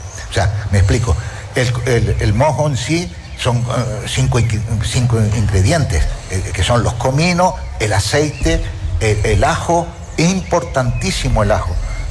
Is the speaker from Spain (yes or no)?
yes; Canary Islands, Spain; born there; Pero, hombre, yo soy nacido en Gran Canaria. Pero cuando he venido aquí al sur hace 45 años, ya mi mujer me dijo, dice, de aquí yo no me muevo.